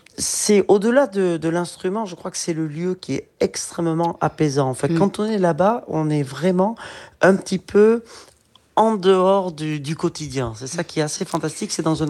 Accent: Nouvelle-Aquitaine, France; moved away; revenir dans mon village natal, revenir un petit peu sur mes terres

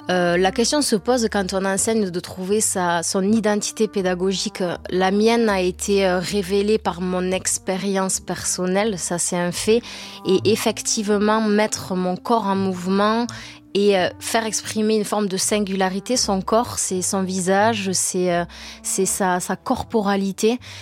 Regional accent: South-West France, France; accent: south-western French

